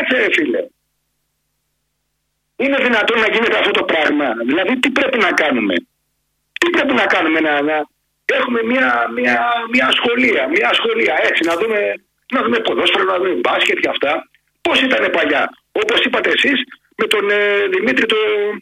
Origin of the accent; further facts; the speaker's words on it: Gargalianoi, Peloponnese, Greece; Εγώ είμαι από τους Γεργαλιάνους.